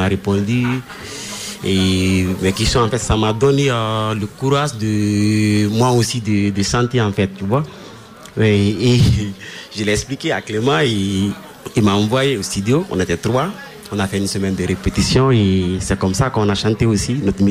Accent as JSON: {"language": "French", "country": "Guinea", "said": "je suis guinéen et j'ai 17 ans."}